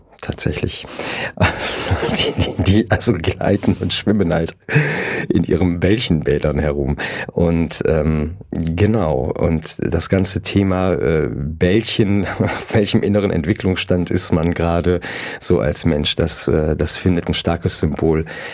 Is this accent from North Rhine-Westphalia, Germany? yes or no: yes; Mönchengladbach, North Rhine-Westphalia, Germany; now in Cologne, Germany